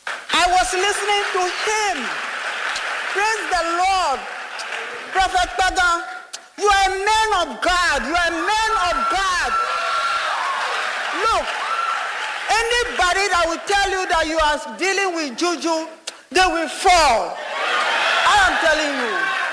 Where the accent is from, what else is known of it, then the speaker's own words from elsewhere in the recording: Boston, Massachusetts, United States; moved away as an adult; now in Minnesota, United States; Bostonian. I grew up in Boston, Massachusetts.